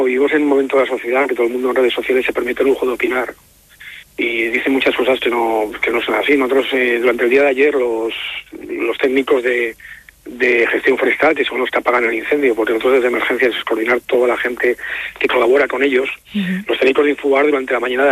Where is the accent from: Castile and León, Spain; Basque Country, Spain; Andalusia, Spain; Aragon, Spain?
Aragon, Spain; Huesca; Todos los que somos de Huesca y conocemos la zona